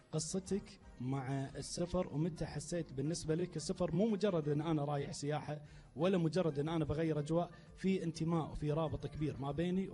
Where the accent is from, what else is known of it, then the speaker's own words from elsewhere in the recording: Kuwait; بلدنا الحبيب الكويت